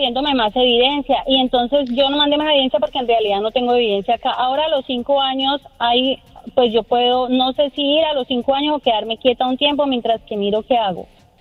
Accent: Morristown, New Jersey, United States; Sí, yo soy de Morristown, New Jersey.

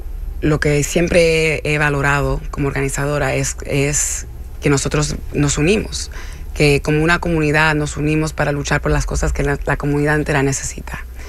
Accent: Dominican Republic; now in New York, United States; Yo soy dominicana.

